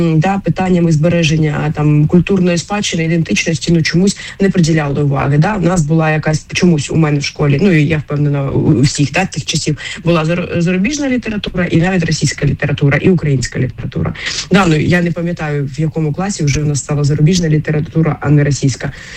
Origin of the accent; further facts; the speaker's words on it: Kharkiv, Kharkiv Oblast, Ukraine; Я сама з Харкова родом